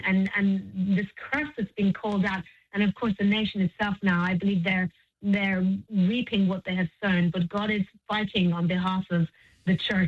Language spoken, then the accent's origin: English; Iran; moved away; I grew up in Iran. I went to school in Iran.